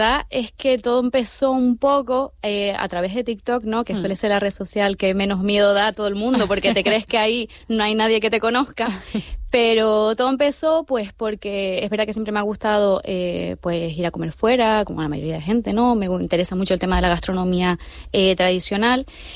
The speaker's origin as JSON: {"language": "Spanish", "area": "La Palma", "region": "Canary Islands", "country": "Spain", "said": "la isla de La Palma, que es de donde yo soy, pues es uno de los motores económicos principales. Entonces, también es verdad que yo vengo de una familia en la que siempre se ha trabajado el campo"}